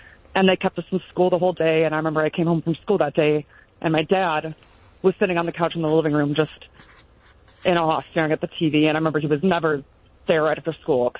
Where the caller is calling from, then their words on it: Barrington, Illinois, United States; I'm calling from Barrington, Illinois. It's a northwest suburb of Chicago.